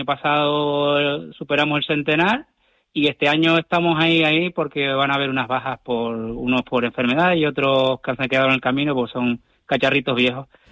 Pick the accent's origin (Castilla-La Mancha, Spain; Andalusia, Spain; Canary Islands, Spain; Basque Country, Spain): Canary Islands, Spain; La Palma; now in Gran Canaria, Spain; Yo mismo soy natal de La Palma, pero llevo residiendo en Gran Canaria ya más de 20 años.